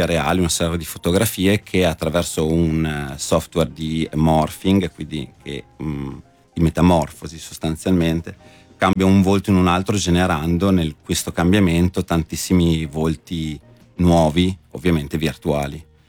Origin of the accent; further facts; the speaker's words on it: Parma, Emilia-Romagna, Italy; in quella che è la mia città, perché sono di Parma